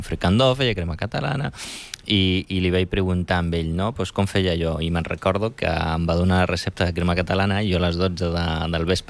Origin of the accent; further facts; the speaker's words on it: Rif, Morocco; Catalan is a second language; now in Catalonia, Spain; Jo sóc del Rif, que també és un altre idioma que es parla allà, a la zona del Rif, que no té res a veure amb l'àrab